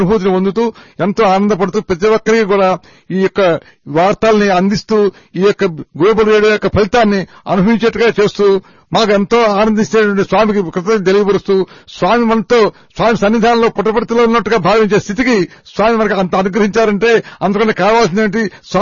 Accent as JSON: {"language": "Telugu", "town": "Vijayawada", "region": "Andhra Pradesh", "country": "India", "tie": "born or raised there", "said": "మా native place Vijayawada. నా వయస్సు 91 సంవత్సరం."}